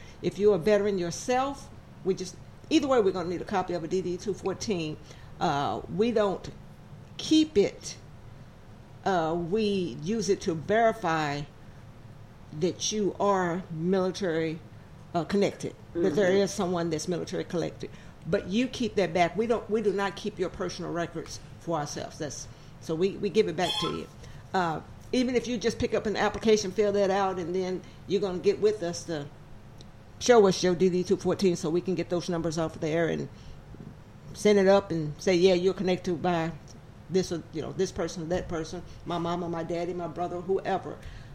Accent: Arkansas, United States; moved away as an adult; I grew up in Northeast Arkansas, but I left Arkansas when I was about 21, and I didn't come back to 2012.

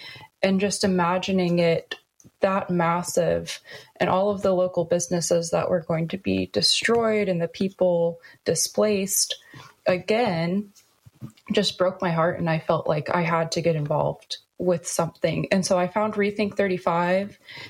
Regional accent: Enid, Oklahoma, United States; I grew up in Enid, Oklahoma, which very few people have heard about. It's about 50,000 people in the town.

